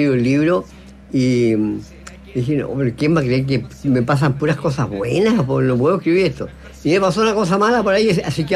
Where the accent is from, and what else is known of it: Chile